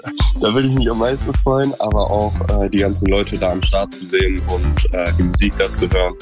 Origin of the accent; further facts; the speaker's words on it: Langenfeld, North Rhine-Westphalia, Germany; ich komme aus Langenfeld